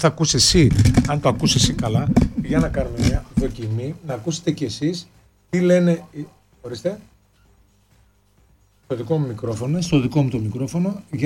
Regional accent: Greece

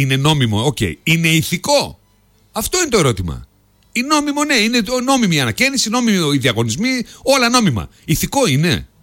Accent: Thessaloniki, Central Macedonia, Greece; now in Chalastra, Greece; Όχι, η μητέρα μου είναι από τη Χαλάστρα. Εγώ πήγα να μείνω στη Χαλάστρα το 2015. Γεννήθηκα και μεγάλωσα στη Θεσσαλονίκη.

